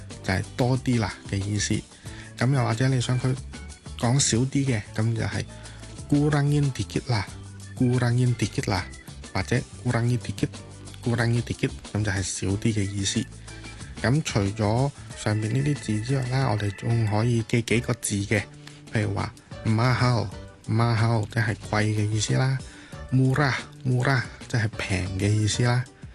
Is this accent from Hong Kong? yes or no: no; Indonesia; 咁喺印尼语入面呢都体现到我哋印尼人其实对数字好敏感㗎。